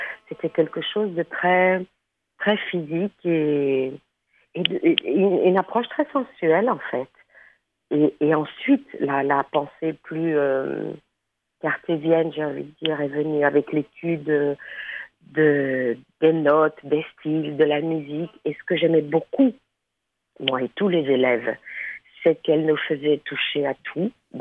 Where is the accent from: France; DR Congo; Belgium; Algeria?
Belgium; Brussels, Brussels-Capital Region; moved away as an adult; Bon, d'abord, moi, je suis bruxelloise. Je suis née et j'ai grandi et j'ai vécu à Bruxelles jusqu'à mes quoi, 23-24.